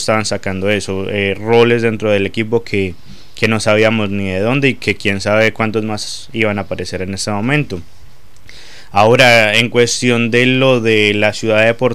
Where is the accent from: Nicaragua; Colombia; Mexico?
Colombia; a ver, yo vengo de Colombia, ¿sí?